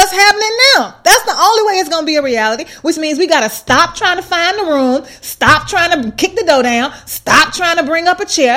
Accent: United States; they gonna know I'm an American

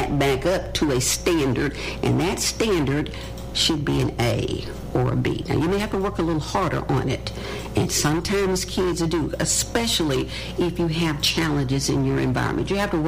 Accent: Barre, Vermont, United States; Yes, and I grew up in Barre City.

